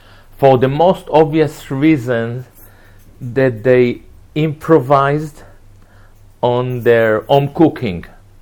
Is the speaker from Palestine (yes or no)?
yes; Palestine; I'm, you know, I grew up in Palestine, you know